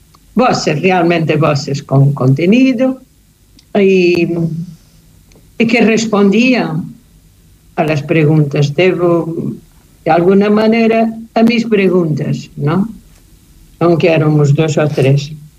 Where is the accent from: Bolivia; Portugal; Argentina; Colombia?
Portugal; born there; first language Portuguese; Spanish is a second language; normalmente me contesta en portugués, que es mi idioma. Mi idioma primero, bueno, primero, segundo, junto con el inglés. Uh-huh. Pero con frases que en otro sitio de Portugal no existen, pero sí en el sitio donde yo nací, que es el sur de Portugal.